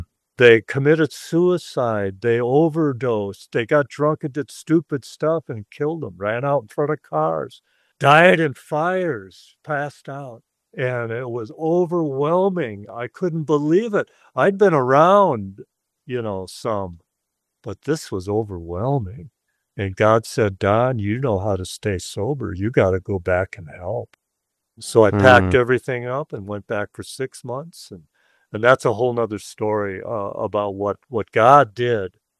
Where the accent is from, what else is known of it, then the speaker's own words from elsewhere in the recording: Texas, United States; It was cold. I'm from Texas.